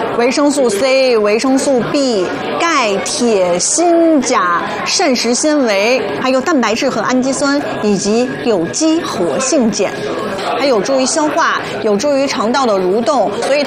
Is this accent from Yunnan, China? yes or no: no; Xinjiang, China; 不卖关子，我们要去一家吃我家乡菜的，也就是新疆菜的馆子。那首先呢，我有一个美食线索，我觉得还挺新奇的。那当然，对于在新疆长大的姑娘来说哈，这个并不陌生